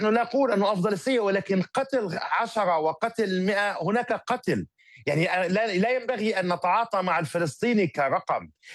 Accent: Palestine; نحن كشعب فلسطيني

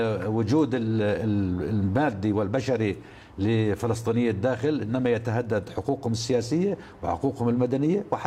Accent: Palestine; ما نعايشه كفلسطينيين

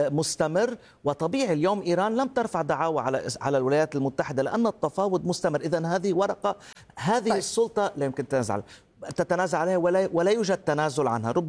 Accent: Lebanon

